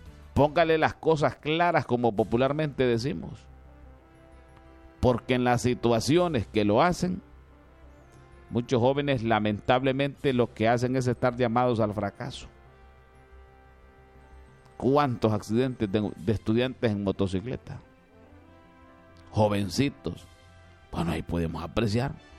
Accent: Honduras; nosotros como hondureños

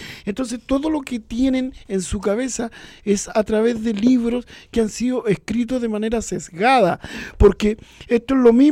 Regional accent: Chile; aunarnos alguna vez como chilenos

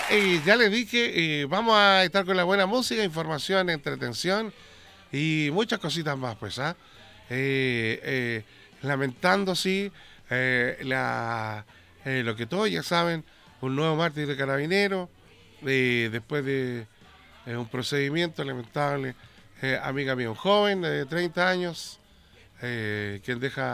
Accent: Chile; soy chileno.

